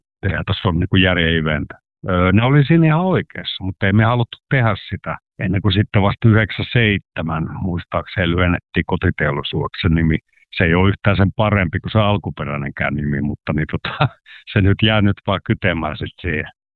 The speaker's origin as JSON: {"language": "Finnish", "region": "South Karelia", "country": "Finland"}